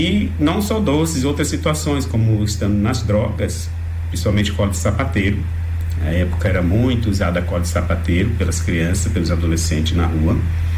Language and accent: Portuguese; São Paulo, Brazil; Eu sou de São Paulo, tem hora que eu falo o sinal, o semáforo, né?